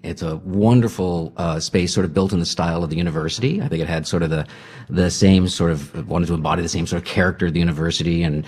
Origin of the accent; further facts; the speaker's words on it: New York, United States; now in Chicago, United States; I come from New York, and so I lived in a co-op. I was used to it. When we moved to Chicago, we wanted to be in a co-op